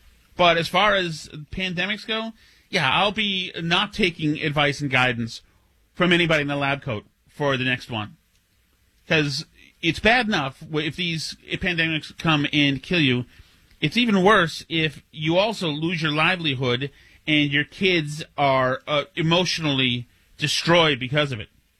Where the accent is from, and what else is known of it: Winchester, Massachusetts, United States; now in Newburyport, United States